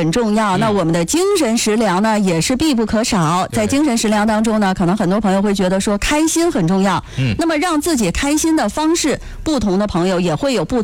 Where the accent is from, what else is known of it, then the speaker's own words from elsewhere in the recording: Yingkou, Liaoning, China; 我们家乡营口城市